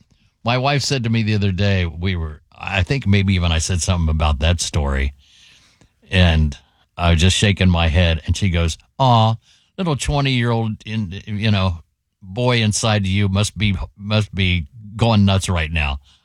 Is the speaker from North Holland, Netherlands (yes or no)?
yes; Amsterdam, North Holland, Netherlands; I'm from Amsterdam, and I can tell you that marijuana use in the United States is progressing much more rapidly than it did here in the Netherlands.